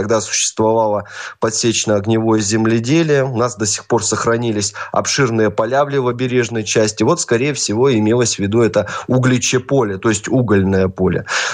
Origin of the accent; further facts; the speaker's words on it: Uglich, Yaroslavl Oblast, Russia; такие впечатления неизгладимые оказал мой родной город на известного писателя с мировым именем.